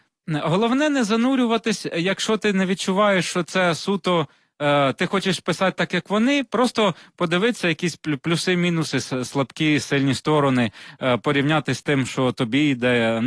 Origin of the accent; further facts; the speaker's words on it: Mykolaiv Oblast, Ukraine; born there; Так як я народився на Миколаївщині, от, і це дуже край пістрявий стосовно різних племен